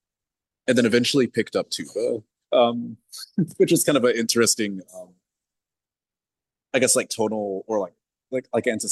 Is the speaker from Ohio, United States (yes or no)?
no; Birmingham, Alabama, United States; Yeah, Birmingham was a it was an experience. I mean, it's home.